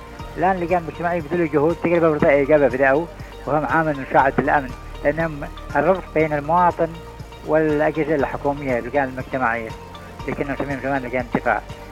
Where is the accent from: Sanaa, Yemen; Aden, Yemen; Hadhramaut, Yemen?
Aden, Yemen; عندنا في عدن شرطة نسائية